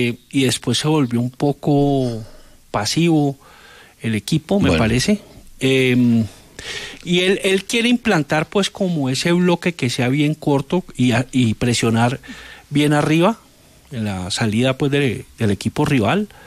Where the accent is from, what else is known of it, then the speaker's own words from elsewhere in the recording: Zarzal, Valle del Cauca, Colombia; now in Bogotá, Colombia; Salí de Zarzal con una cachucha llena de sueños.